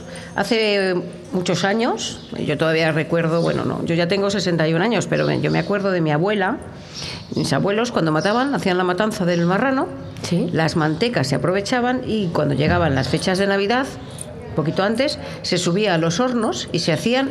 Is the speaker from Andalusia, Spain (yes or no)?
no; Tordesillas, Castile and León, Spain; Todos los bollos son de aquí, de mi tierra. Estos bollos se hacían siempre en Tordesillas.